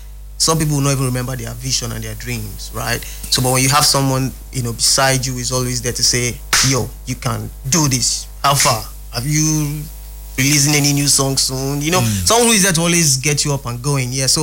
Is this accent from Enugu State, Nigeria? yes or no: no; Port Harcourt, Rivers, Nigeria; I mean, I was born and raised here in Port Harcourt, Rumokoro to be precise.